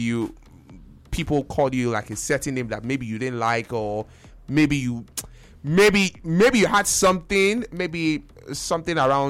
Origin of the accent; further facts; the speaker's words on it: Delta, Nigeria; I'm from Delta State, so I have a big heart.